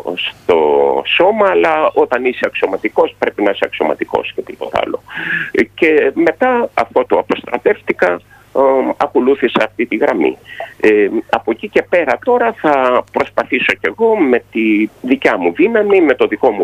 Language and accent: Greek; Central Greece, Greece; εγώ, επειδή είμαι Ρουμελιώτης και είμαστε δωρηήσιμοι, έτσι.